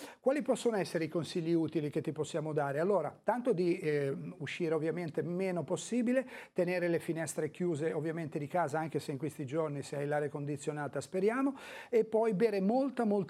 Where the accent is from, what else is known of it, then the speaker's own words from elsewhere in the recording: Genoa, Liguria, Italy; Io stamattina non respiro bene e mi gira molto la testa, sono di Borgoratti.